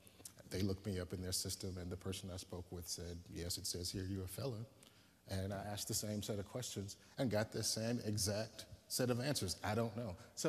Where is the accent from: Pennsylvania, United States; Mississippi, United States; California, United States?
Mississippi, United States; I grew up black in Mississippi